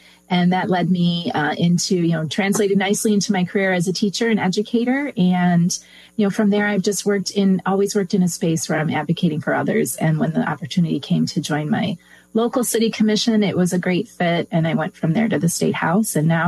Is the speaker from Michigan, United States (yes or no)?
yes; Michigan, United States; So I grew up in West Michigan